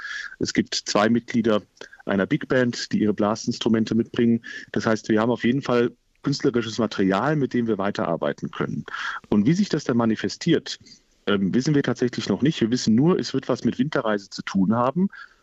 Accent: Limburg, Hesse, Germany; Tatsächlich auch meine Heimatstadt. Es ist immer was Besonderes, in Limburg zu sein. Ich bin da aufgewachsen, habe da musikalisch gehen gelernt.

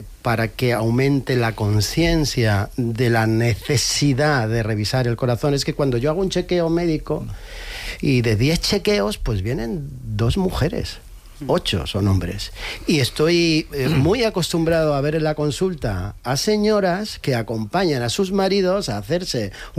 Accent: Jaén, Andalusia, Spain

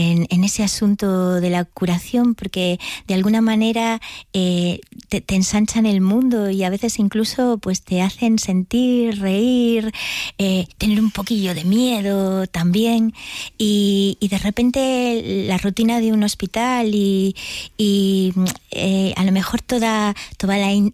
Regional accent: Galicia, Spain; soy gallega y conozco un poquillo la tradición oral

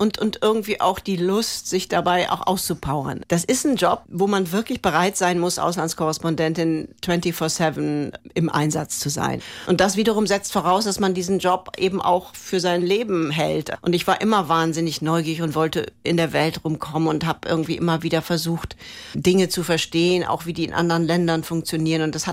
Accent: Cologne, North Rhine-Westphalia, Germany; moved away as an adult; also born or lived in New York; now in London, United Kingdom; ich bin ja Kölnerin eigentlich

